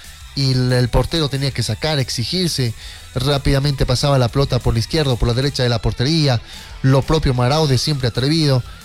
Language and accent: Spanish; Bolivia